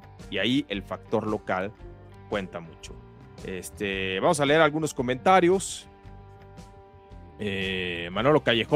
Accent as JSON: {"language": "Spanish", "country": "Mexico"}